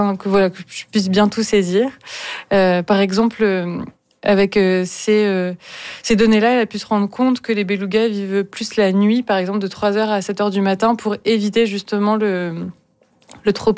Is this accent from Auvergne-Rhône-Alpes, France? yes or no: no; Toulouse, Occitanie, France; Oui, je suis française.